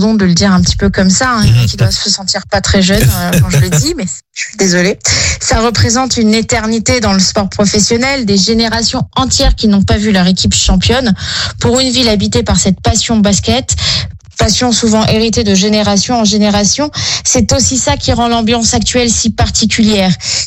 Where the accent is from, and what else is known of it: France